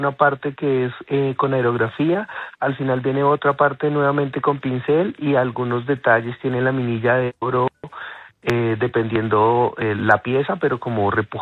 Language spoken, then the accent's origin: Spanish; Guaviare, Colombia; yo vengo del Guaviare